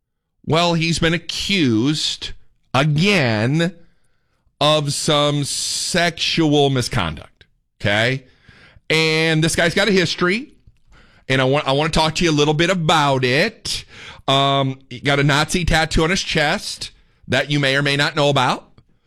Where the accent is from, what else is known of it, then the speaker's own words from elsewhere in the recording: United States; You know, I'm an American. I mean, we live in the greatest country on the planet